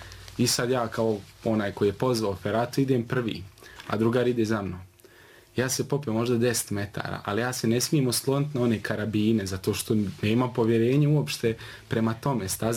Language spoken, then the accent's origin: Serbian; Banja Luka, Republika Srpska, Bosnia & Herzegovina; mi smo iz Banja Luke